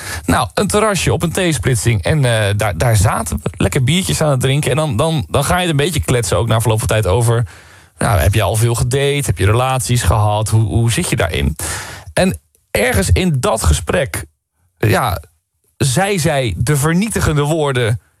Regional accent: Utrecht, Netherlands; Dus ik kom zelf uit Utrecht

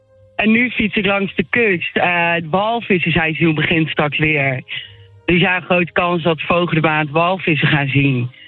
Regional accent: Netherlands; now in Perth, Australia; en als echte Hollander ben ik op de fiets onderweg naar werk.

